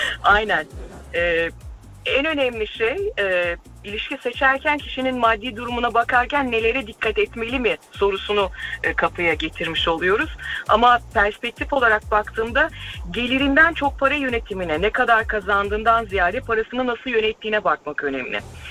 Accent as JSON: {"language": "Turkish", "region": "İzmir", "country": "Turkey", "said": "uzun yıllar haber spikerliği yaptım, TRT geçmişim var, İzmirliyim aslen."}